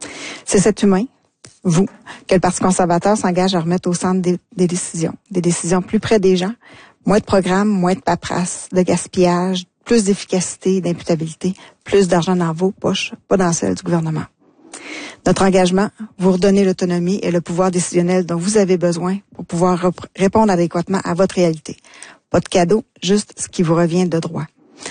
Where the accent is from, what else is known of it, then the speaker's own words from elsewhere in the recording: Quebec, Canada; Je suis native de la région du Témiscouata, en fait. J'ai grandi là, j'ai fait ma place dans la région aussi.